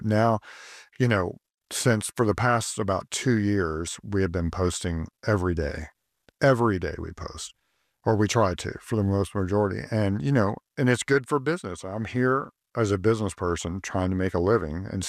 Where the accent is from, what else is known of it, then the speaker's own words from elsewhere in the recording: Oklahoma, United States; also born or lived in Norfolk / Richmond; I'm a hick from Oklahoma, and like most people, I was in the Navy, and that's how I ended up in Norfolk. And then I went and got my master's degree in Richmond.